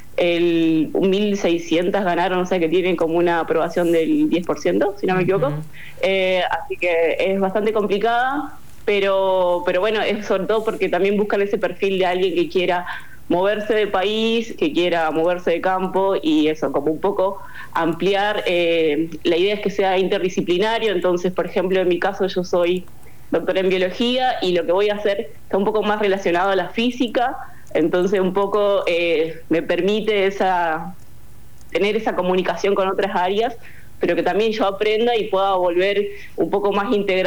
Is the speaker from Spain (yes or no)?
no; Jujuy, Argentina; moved away as an adult; also born or lived in Córdoba / Tucumán / Chile / Germany; yo vengo de Jujuy